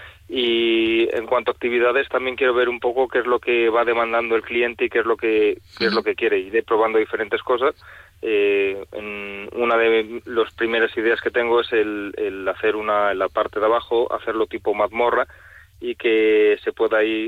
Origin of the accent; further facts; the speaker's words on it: Madrid, Community of Madrid, Spain; now in Urueña, Spain; yo no soy de Valladolid y llevo viviendo en Urueña un mes, entonces tampoco te puedo decir mucho qué es lo que hay. Yo vengo de Madrid